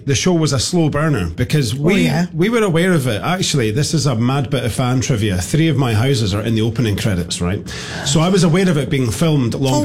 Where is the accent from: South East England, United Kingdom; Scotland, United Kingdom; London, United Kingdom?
Scotland, United Kingdom; being a Scottish boy, I grew up in a house with Billy Connolly videos and all the classics, Naked Video videos. But one of the first live shows I saw at age 10 was Ravsy in Aberdeen.